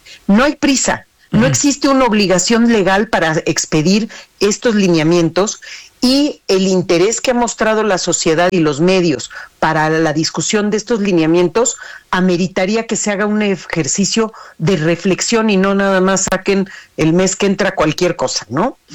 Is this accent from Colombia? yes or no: no; Mexico; Yo como ciudadana, como mexicana, quiero enterarme cuando hay algo de interés público